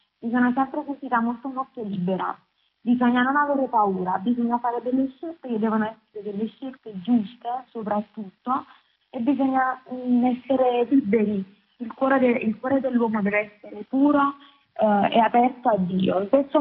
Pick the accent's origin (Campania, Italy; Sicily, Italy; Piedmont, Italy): Campania, Italy; la mia terra è la terra dei fuochi, la terra dei morti.